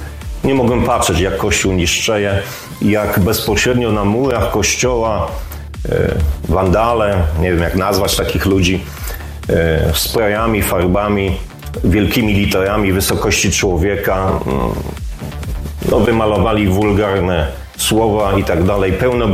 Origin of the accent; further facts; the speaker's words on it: Mogilno, Kuyavian-Pomeranian Voivodeship, Poland; born there; now in Inowrocław, Poland; Urodziłem się w Mogilnie, czyli no to niedaleko, Żabi Skok, ale od 1988 roku przeprowadziłem się do Inowrocławia, tutaj się ożeniłem, tutaj zamieszkałem, stworzyłem rodzinę.